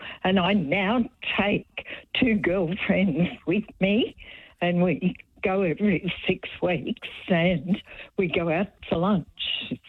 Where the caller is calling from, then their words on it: Bacchus Marsh, Victoria, Australia; I'm ringing from Bacchus Marsh